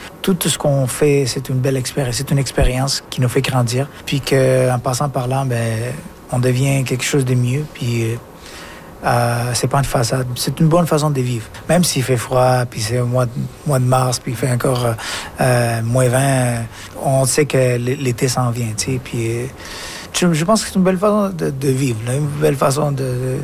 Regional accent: Colombia; also born or lived in Quebec, Canada; now in Alberta, Canada; je viens de la Colombie, mais j'habitais au Québec, alors je viens du Québec aussi. Puis quand je vais ailleurs, je viens de la Colombie, j'ai passé par le Québec, mais je viens de l'Alberta.

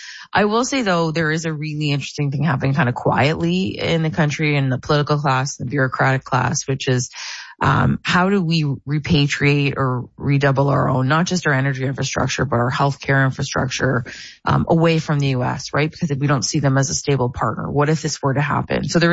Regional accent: Amherstburg, Ontario, Canada; moved away as an adult; I still feel like I'm a girl from Southern Ontario, like an Amherstburg girl. I haven't lived there since I was 18, but I visit there. But it's an important part of who I am.

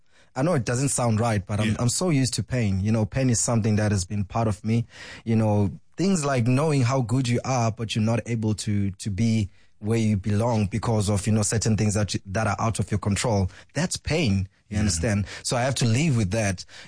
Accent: South Africa

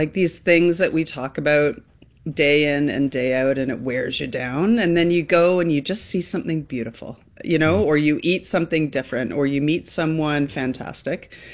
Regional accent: Canada; But being a Canadian is a good passport to have.

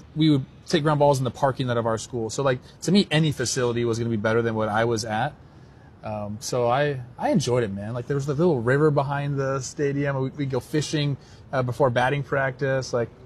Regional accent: Los Angeles, California, United States; I'm from Los Angeles, where it is a melting pot of people and culture.

